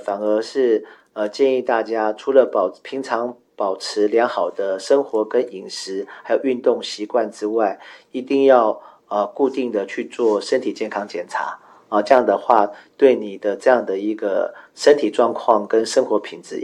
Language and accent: Chinese; Taiwan; 我觉得身为台湾人，这是非常的幸福的。